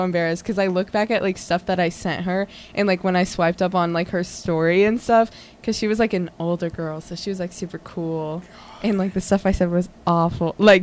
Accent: Texas, United States; moved away; I'm from Texas.

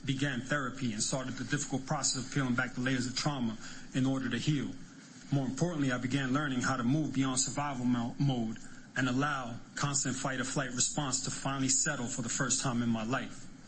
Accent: New York City, New York, United States; born or raised there; also born or lived in Santurce, Puerto Rico

